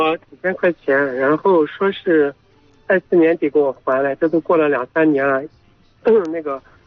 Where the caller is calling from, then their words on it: Yanhu District, Shanxi, China; 咱那个盐湖区的。